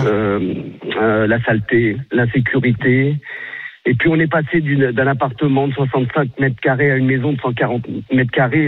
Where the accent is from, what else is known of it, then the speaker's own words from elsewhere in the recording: Paris, Île-de-France, France; moved away as an adult; now in L'Isle-Adam, France; J'ai quitté Paris, donc je suis pur parisien, né à Paris dans le 16e. J'ai quitté Paris en 2019.